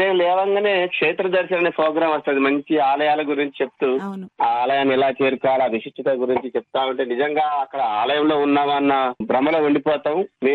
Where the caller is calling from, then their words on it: Rampuram, Telangana, India; Madam, మాది భద్రాద్రి కొత్తగూడెం జిల్లా రాంపురం గ్రామం.